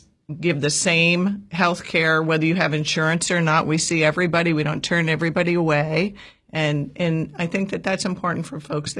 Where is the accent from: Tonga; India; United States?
United States; Massachusetts; moved away as an adult; now in North Carolina, United States; I'm from Massachusetts.